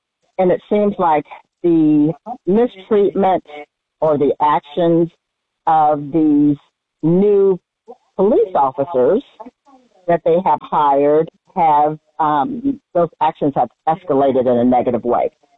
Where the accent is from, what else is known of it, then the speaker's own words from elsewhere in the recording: Kokomo, Indiana, United States; moved away as an adult; I was born and raised in Kokomo, Indiana. I still have family there. I frequent there often to see my friends and family.